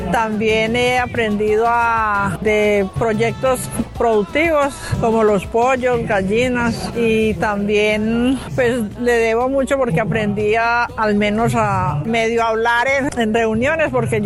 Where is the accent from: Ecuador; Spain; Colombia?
Colombia; San Miguel, Antioquia; vengo de San Miguel, Antioquia, corregimiento de Sonsón.